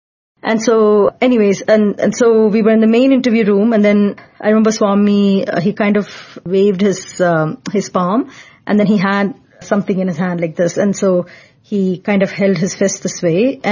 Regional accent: Canada; born there; first language Tamil; English is a second language; And although I was born in Canada and I grew up for a couple of years in Canada, I didn't know a single word of English. I knew Tamil, which was our native tongue.

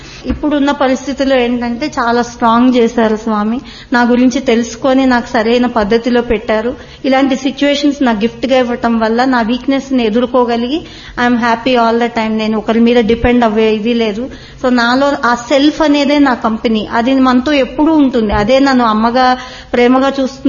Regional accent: Telangana, India; నేను ఇక్కడే పుట్టి పెరిగాను, ఆల్మోస్ట్ వారానికి ఒకసారి కోటికి వెళ్లేదాన్ని.

